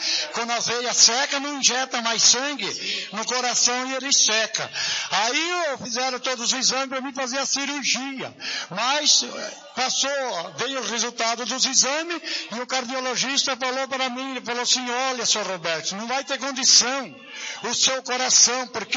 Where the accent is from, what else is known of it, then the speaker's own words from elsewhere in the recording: Jundiaí, São Paulo, Brazil; Eu sou lá da cidade de Jundiaí.